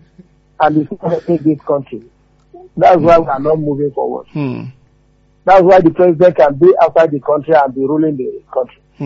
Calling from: Olugbo, Nigeria; calling you from Olugbo.

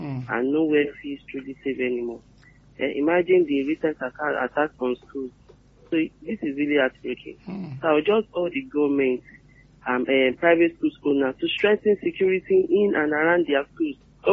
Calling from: Ibadan, Oyo, Nigeria; calling from Alakia.

